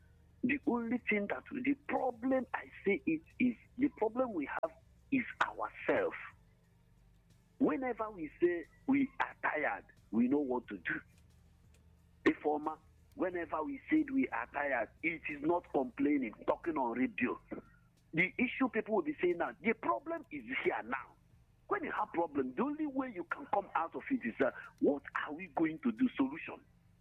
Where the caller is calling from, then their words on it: Enugu, Enugu State, Nigeria; I'm calling from Enugu.